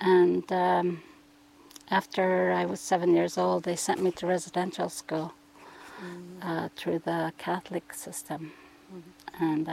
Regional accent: Snag, Yukon, Canada; also born or lived in Whitehorse; now in Dawson City, Canada; I wasn't born in Snag. I was raised up there.

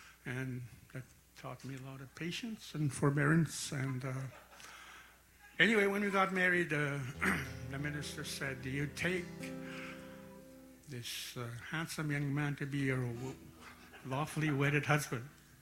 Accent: Bearskin Lake, Ontario, Canada; we're both from Bearskin.

